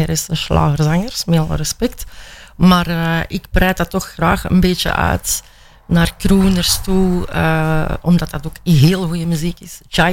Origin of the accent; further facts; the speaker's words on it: Antwerp, Flanders, Belgium; Ik ben van Antwerpen en ik ben ook maar een gewoon vrouw, hoor.